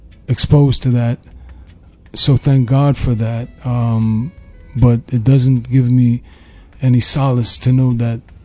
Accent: Belize

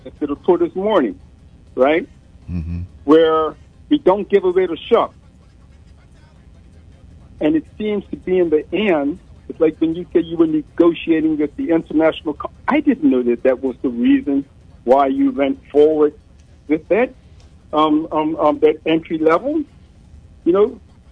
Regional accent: South West England, United Kingdom; I'm from Somerset, right?

